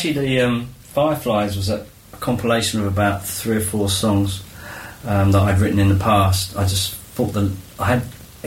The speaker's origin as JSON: {"language": "English", "town": "Beckenham", "region": "London", "country": "United Kingdom", "tie": "born there", "moved": "as an adult", "lives_now": "Tunbridge area, United Kingdom", "said": "we grew up in the Beckenham area. So, I moved there when I was about nearly seven, sort of Christmas 71."}